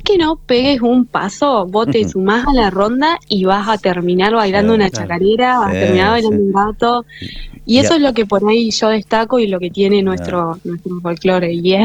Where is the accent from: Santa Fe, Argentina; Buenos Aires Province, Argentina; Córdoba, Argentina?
Santa Fe, Argentina; si bien soy santafesina